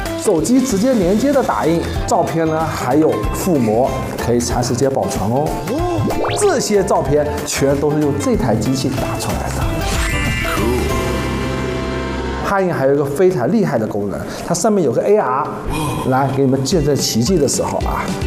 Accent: China; 我们中国人

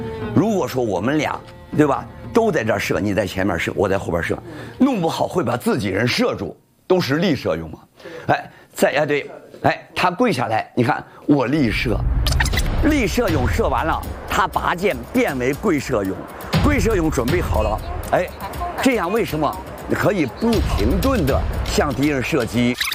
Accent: Shaanxi, China; 就像我们陕西人，就像我们西北人，很粗犷

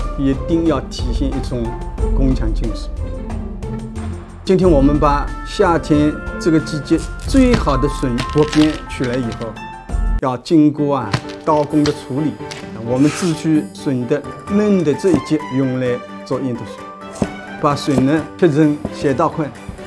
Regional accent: Shaoxing, Zhejiang, China; 腌的鲜一直以来是我们绍兴人百吃不厌的家乡菜

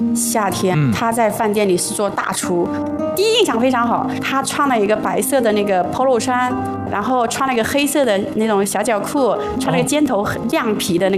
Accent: Yancheng, Jiangsu, China; 我是来自盐城富林那个农村，我们家呢家庭条件是非常穷的。

